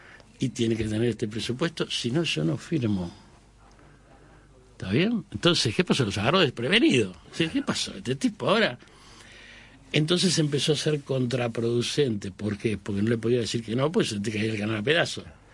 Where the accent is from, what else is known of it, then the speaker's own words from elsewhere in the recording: Buenos Aires, Argentina; Yo soy nací en Villa Crespo, me crié toda la vida en Villa Crespo